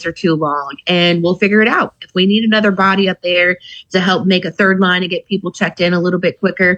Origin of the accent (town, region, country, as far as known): Palatka, Florida, United States; born or raised there